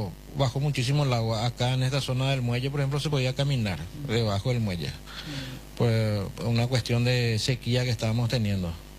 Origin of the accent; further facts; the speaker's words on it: Paraguay